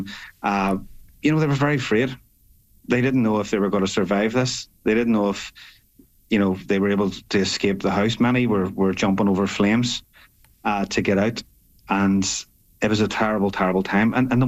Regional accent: Belfast, Northern Ireland, United Kingdom; I grew up in West Belfast, which mm-hmm. is a nationalist area.

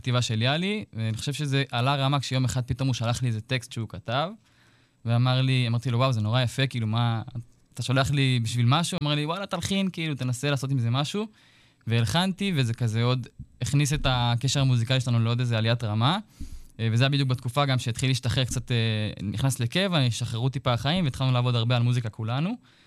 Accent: Tal-El, Northern District, Israel; אני גדלתי בתלל, יישוב באותה המועצה

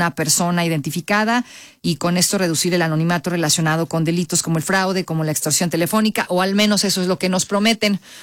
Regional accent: Mexico; como la verdad así somos todos, el mexicano y todos lo dejamos para el final

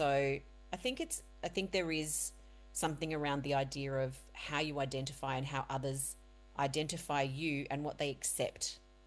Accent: Australia; born or raised there

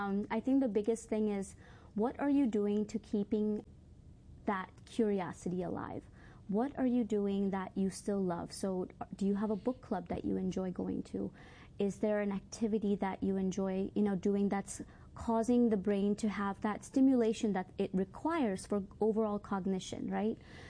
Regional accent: India; Yeah, so I grew up in India, and my grandma was a huge part of my life, and I saw how much she did to take care of herself every single day.

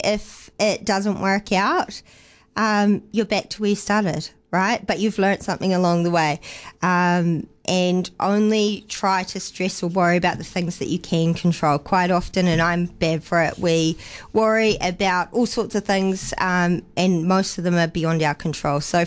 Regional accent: New Zealand; moved away as an adult; also born or lived in United States; I was born in the States. My dad was American, but he passed away when I was 5. So I didn't know my American side of the family growing up in New Zealand. And so anyways, got a job in the States on a dairy farm, and what was supposed to be 12 months turned into 8 years.

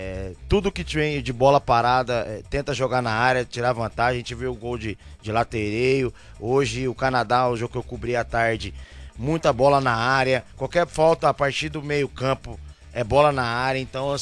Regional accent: Brazil; eu sou brasileiro

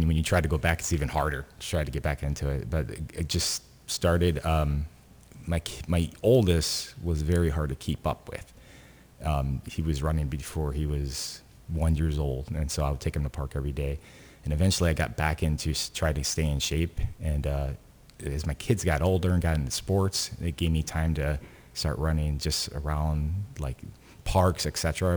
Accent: Detroit, Michigan, United States; now in Champaign, United States; But typically, I come from Detroit. I'm wearing my Detroit shirt today. But Detroit turkey trot, I always ran every year.

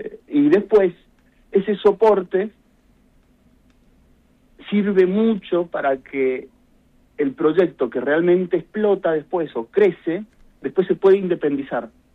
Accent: Mendoza, Argentina; Bueno, siendo mendocino, uno tampoco está tan lejos de eso, ¿no?

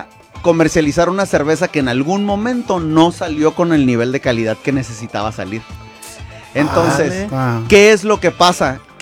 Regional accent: Ensenada, Baja California, Mexico; para nosotros aquí los porteños de la ciudad de Ensenada

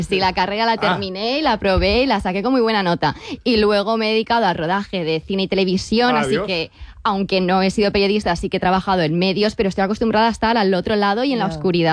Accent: Valencia, Valencian Community, Spain; now in United Kingdom; Así que como valenciana, un poco desterrada porque vivo en Reino Unido

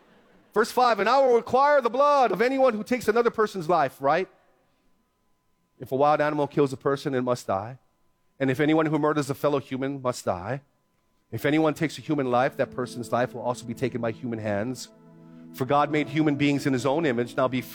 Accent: Philippines; I cannot have the blood. I'm Filipino. I can do that. Okay? Saw my Filipino grandmother up there.

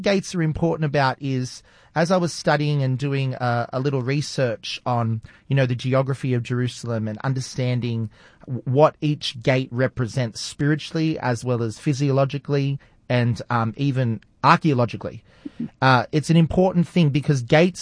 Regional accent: Australia; now in United States; I don't sound American and neither do you, because we are living in America and we've been here for 17 years, but we're from

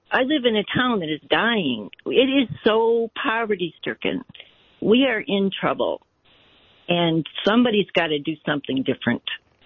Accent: Michigan, United States; I'm from Michigan, and I was watching Senator Gary Peters. He is my senator.

